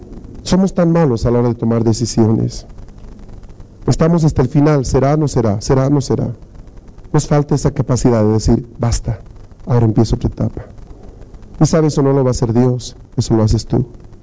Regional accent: Bolivia; Somos bolivianos.

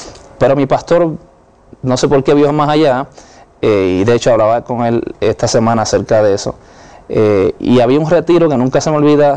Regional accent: Puerto Rico; No, yo acepté a Jesús como a los 19 años aproximadamente. En obviamente la isla donde soy natal, de Puerto Rico.

